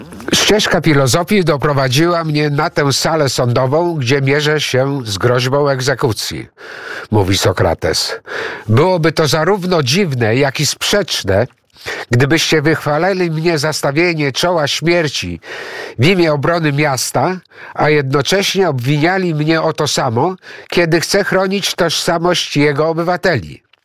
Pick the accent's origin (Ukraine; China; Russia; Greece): Greece; now in Poland; No, to jest wtedy, kiedy wyzwalaliśmy się, my Grecy, no jak wiecie, jestem Grekiem, wyzwalaliśmy się spod zaboru tureckiego